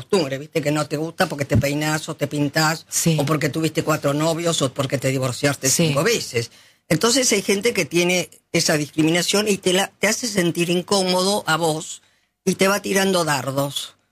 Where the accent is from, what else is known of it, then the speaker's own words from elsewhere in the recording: Martínez, Buenos Aires Province, Argentina; yo soy de Martínez